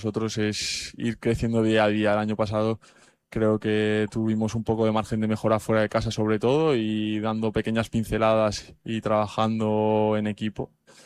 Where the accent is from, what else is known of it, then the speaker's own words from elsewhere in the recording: Navarre, Spain; now in Mérida, Spain; estoy lejos de mi casa, como has dicho, soy navarro